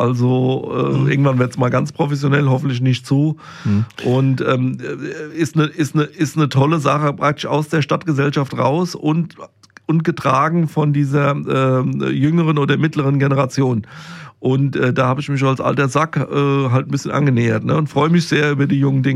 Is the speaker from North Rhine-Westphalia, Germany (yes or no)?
no; Rüsselsheim, Hesse, Germany; ich bin ja ein Kind des Westends im Grunde.